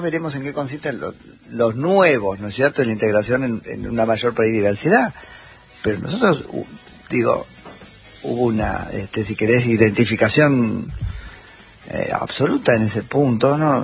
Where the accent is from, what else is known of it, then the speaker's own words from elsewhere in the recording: Argentina; Por ahí estoy siendo argentino en la manera de analizarlo.